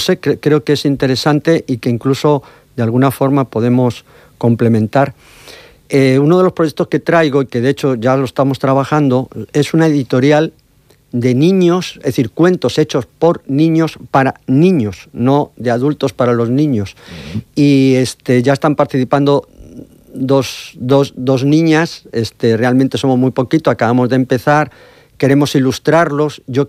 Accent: Mexico; Yo vengo de México.

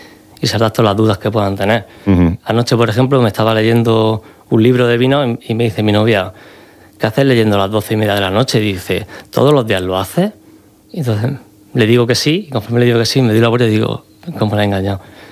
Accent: Cehegín, Region of Murcia, Spain; Somos los dos de Cejín, fuimos al mismo colegio y seguramente tendríamos los mismos profesores

